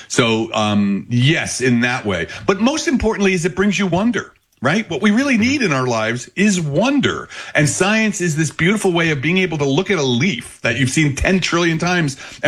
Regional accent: Belleville, New Jersey, United States

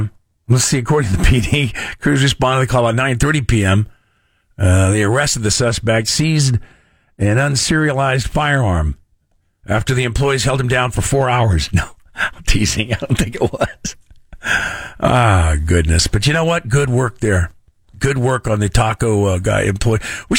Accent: Sacramento, California, United States; Heard about these guys in South Sac, my old hood. So I grew up in South Sac.

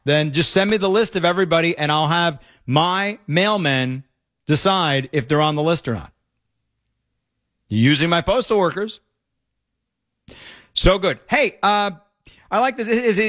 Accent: California, United States; heaven forbid, I'm a Californian, I can't vote Republican.

